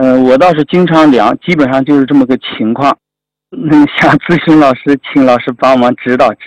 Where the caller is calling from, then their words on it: Jincheng, Shanxi, China; 我来自山西晋城